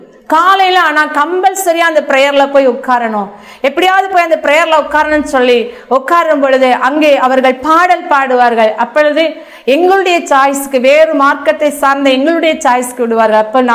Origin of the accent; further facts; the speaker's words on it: Thoothukudi, Tamil Nadu, India; born there; also born or lived in Tirunelveli; தூத்துக்குடியில டூவிபுரத்தில் இருக்கிற அந்த சிஎஸ்ஐ ஸ்கூல்ல நான் படித்து கொண்டிருந்தேன்.